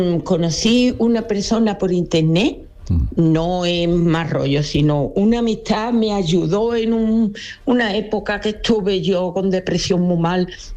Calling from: Dos Hermanas, Andalusia, Spain; de Dos Hermanas.

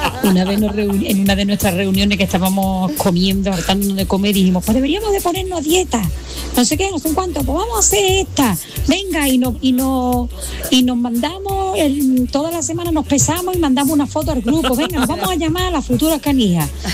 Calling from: Málaga, Andalusia, Spain; Llamo desde Málaga

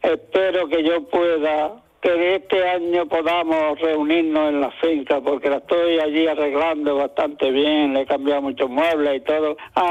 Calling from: Almuñécar, Andalusia, Spain; No, lo soy … de Almuñécar.

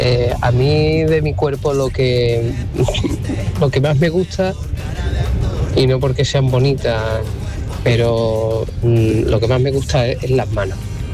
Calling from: Seville, Andalusia, Spain; de Sevilla.

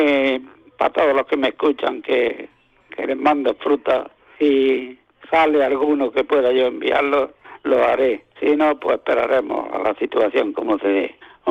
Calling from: Almuñécar, Andalusia, Spain; de Almuñécar, de la Peña al Aguacate, aquí

